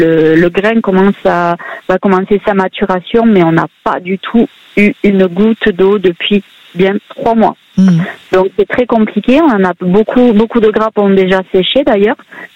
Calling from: Occitanie, France; Donc dans le Gers, un petit village qui s'appelle Peyrus-Vieille. Donc un petit village où c'est vallonné, voilà, tout joli, tout mignon dans le Gers.

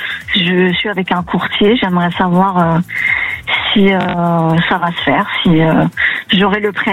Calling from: Paris, Île-de-France, France; De Paris.

